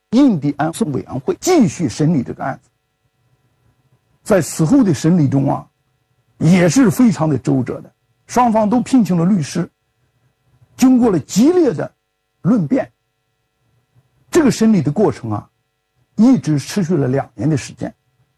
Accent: China; 我们中国人

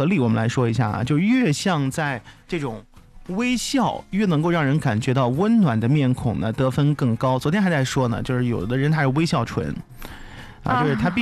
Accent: Anhui, China; accent: northern Anhui; now in Bozhou, China; 因为我们这边像皖北或者说皖西北这边，就是大家说话都是用家乡话去说

